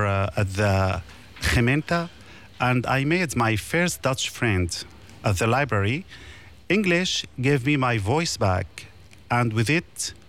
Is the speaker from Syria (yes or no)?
yes; Syria; English is a second language; moved away as an adult; now in Netherlands; I come from Syria. I come here before 1.5 years.